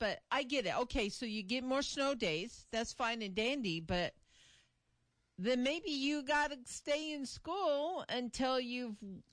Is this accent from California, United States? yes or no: yes; California, United States; I grew up in California. We didn't have air conditioning in our schools.